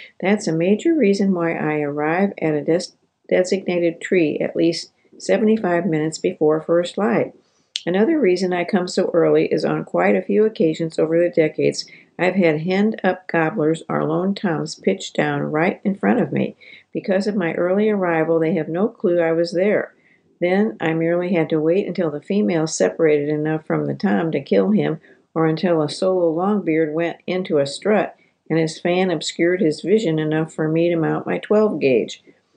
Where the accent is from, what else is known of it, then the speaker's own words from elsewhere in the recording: Virginia, United States; Since I'd killed 2 fall Virginia birds, my hunting was over for the year in my home state